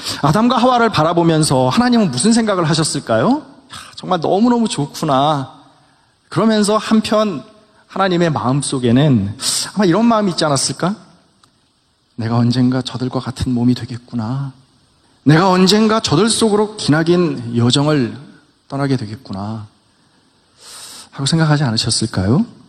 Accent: South Korea; moved away; 한국에 도착해서 제가 제일 먼저 어딜 갔을까요? 여러분 어디 갔겠어요? 어렸을 때 우리 가족이 살던 집에 찾아갔습니다. 저는 그 집에서 태어나서 이민 올 때까지 그 집에 살았거든요.

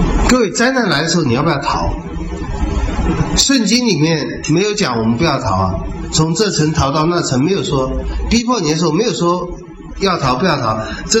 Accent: China; 这我们中国人都是人在人家觉得可以的事上就好了

